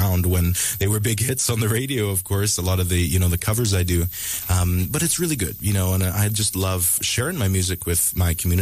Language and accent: English; Sucker Creek, Alberta, Canada